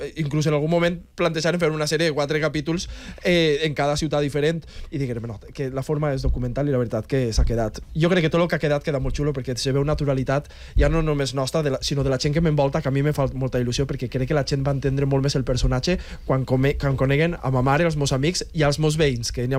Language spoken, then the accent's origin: Catalan; Guadassuar, Valencian Community, Spain; Que jo soc un xaval, que jo no soc ningú, que jo soc un xaval de Guadassuar.